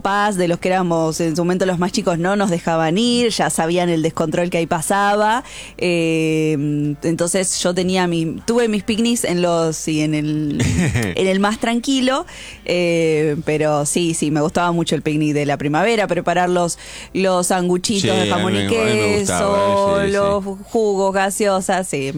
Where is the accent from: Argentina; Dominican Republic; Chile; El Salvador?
Argentina; Cañuelas, Buenos Aires Province; yo crecí en Cañuelas. Allá había mucho campo